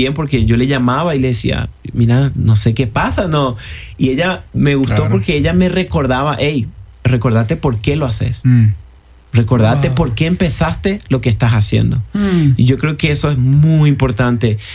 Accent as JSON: {"language": "Spanish", "country": "Argentina", "moved": "yes", "said": "Yo era un, como decimos allá en Argentina, un pibe, un adolescente."}